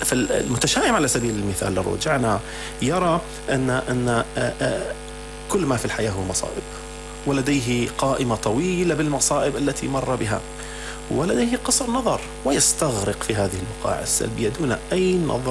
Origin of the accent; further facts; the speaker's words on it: Syria; كلنا كسوريين بعد 14 سنة من المعاناة